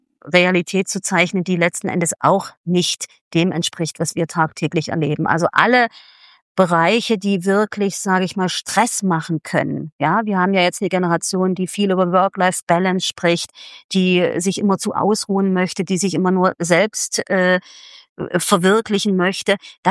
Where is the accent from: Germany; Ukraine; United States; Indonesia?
Germany; East Germany; now in Dresden, Germany; Wir haben das damals als Ostdeutsche nicht bemerkt, weil wir es nicht bemerken wollten.